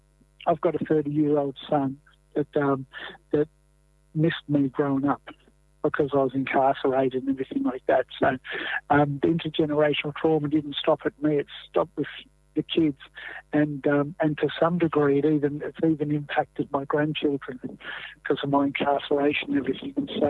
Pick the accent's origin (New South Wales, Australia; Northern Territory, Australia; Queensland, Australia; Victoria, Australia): New South Wales, Australia; Brewarrina; I'm from Brewarrina